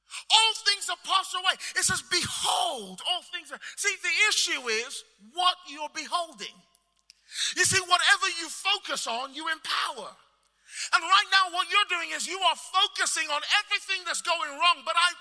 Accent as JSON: {"language": "English", "country": "Nigeria", "said": "I'm Nigerian, I told you."}